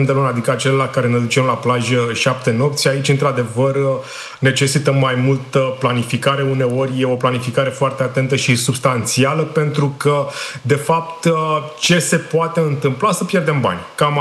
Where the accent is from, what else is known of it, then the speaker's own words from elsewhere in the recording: Romania; aici avem noi, ca români, avem și un alt avantaj